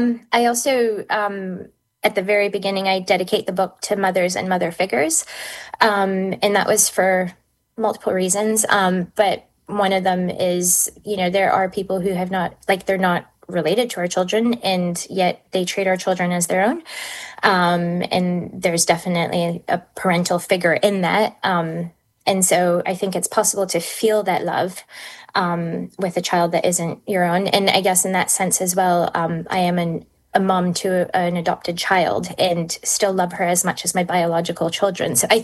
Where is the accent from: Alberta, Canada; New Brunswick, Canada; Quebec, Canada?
Quebec, Canada; Montreal; moved away as an adult; also born or lived in Germany; now in New Zealand; So I grew up in Canada, in Montreal specifically, which is a very bilingual and multicultural city, but bilingual French and English.